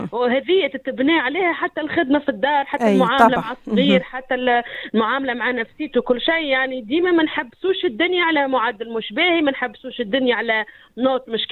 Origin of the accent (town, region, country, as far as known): Tunisia